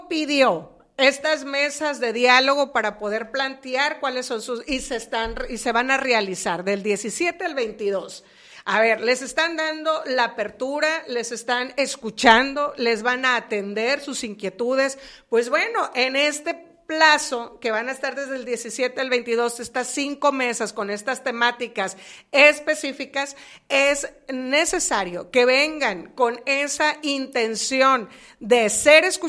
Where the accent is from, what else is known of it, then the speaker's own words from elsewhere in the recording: Mexico; soy de ahí de Huira